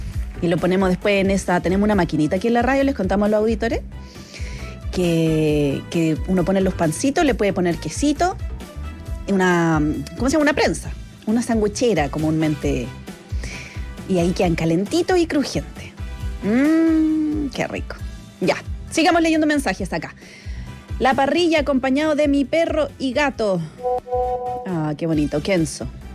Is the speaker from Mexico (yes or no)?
no; Chile; la parrilla nos une finalmente como chilenos.